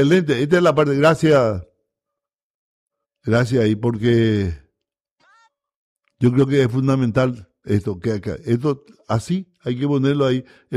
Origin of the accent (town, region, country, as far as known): Paraguay